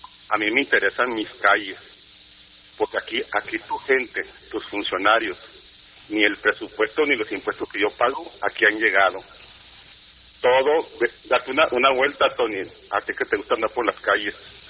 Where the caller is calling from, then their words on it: Ciudad Juárez, Chihuahua, Mexico; Yo soy un ciudadano que vive en el poniente de la ciudad. Tengo 40 años viviendo aquí en esta área.